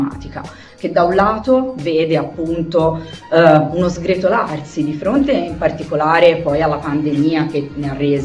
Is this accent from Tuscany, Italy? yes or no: yes; Tuscany, Italy